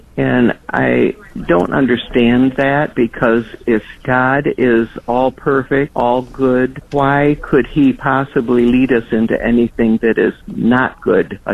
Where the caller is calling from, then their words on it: Lansing, Michigan, United States; I'm from Lansing, Michigan.